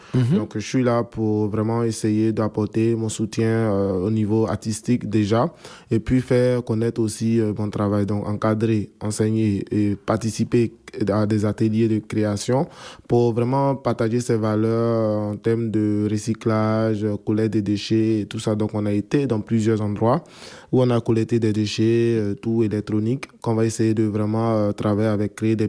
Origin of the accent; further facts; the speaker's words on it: Côte d’Ivoire; artiste contemporain ivoirien.